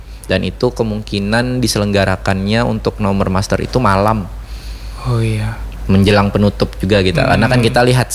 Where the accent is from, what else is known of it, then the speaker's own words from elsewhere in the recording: Banjarmasin, South Kalimantan, Indonesia; kita orang Banjarmasin, kita orang Banjar